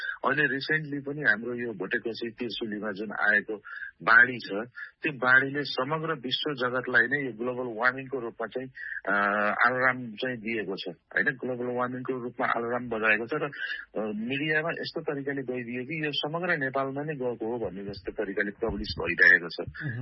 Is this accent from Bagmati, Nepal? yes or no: no; Pokhara, Gandaki Province, Nepal; मेरो जन्म नै लेक साइडमा भएको